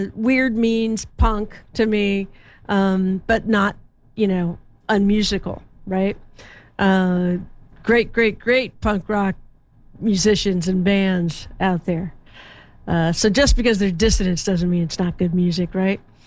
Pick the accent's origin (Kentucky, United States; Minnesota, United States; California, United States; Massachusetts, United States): California, United States; Lakeside; from, I believe, feeling like El Cajon, even though my hometown's Lakeside, right next door.